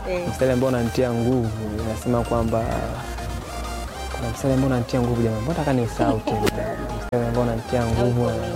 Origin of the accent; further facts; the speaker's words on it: Tanzania; Mimi kama Mtanzania nimejisikia faraja kulitumikia taifa langu